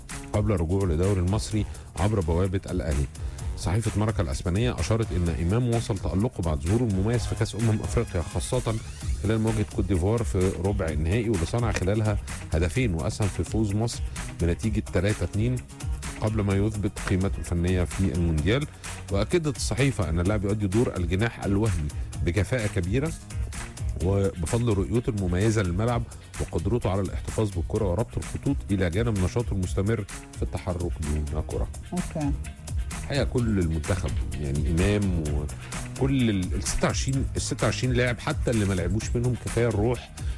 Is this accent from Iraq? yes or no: yes; Iraq; now in England; طيب مساء الورد انا عراقية وبشجع مصر والمغرب من كل قلبي